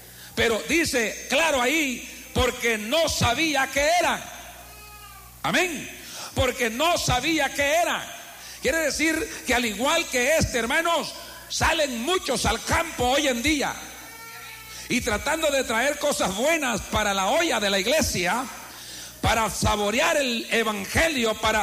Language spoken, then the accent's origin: Spanish; Eastern El Salvador, El Salvador; somos salvadoreños orientales